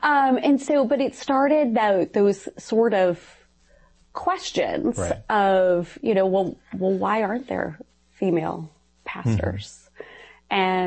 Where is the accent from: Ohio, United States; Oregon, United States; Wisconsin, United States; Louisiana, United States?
Ohio, United States; So I grew up in a very rural part of Ohio, and my family, we were churchgoers.